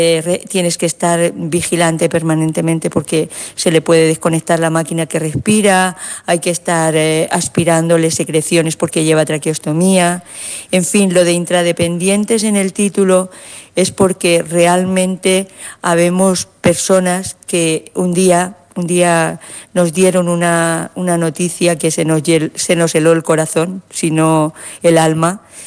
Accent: Elche, Valencian Community, Spain; yo vengo de Elche, de la Comunidad Valenciana

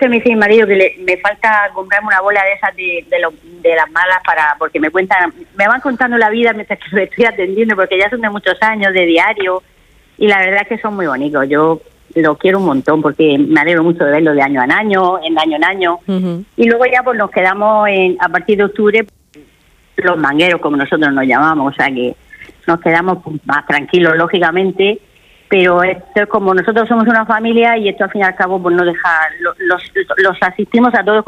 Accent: Cartagena, Region of Murcia, Spain; somos cartageneros

